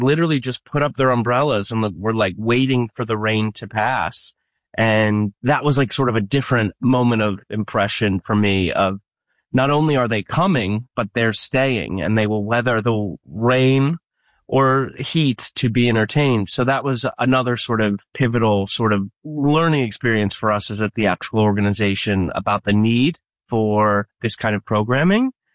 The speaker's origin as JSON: {"language": "English", "town": "Scranton", "region": "Pennsylvania", "country": "United States", "tie": "born or raised there", "said": "this would be really fun to do in my hometown of Scranton, Pennsylvania."}